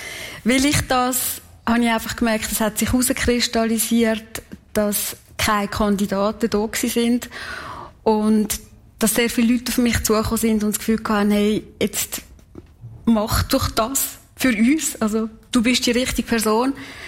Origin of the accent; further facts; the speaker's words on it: Kaltbrunn, St. Gallen, Switzerland; born or raised there